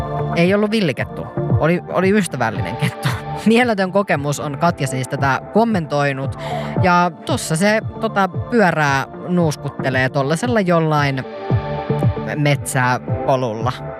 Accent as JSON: {"language": "Finnish", "town": "Pori", "region": "Satakunta", "country": "Finland", "tie": "born or raised there", "said": "niin on tullut vastaan vaikka esimerkiksi kotikaupungissani Porissa oli ollut tällainen joku kettu keskustassa."}